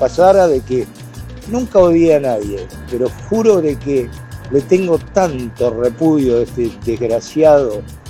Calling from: Argentina

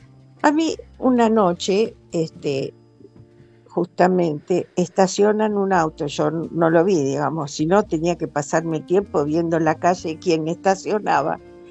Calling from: Coghlan, Buenos Aires, Argentina; de Coughlan.

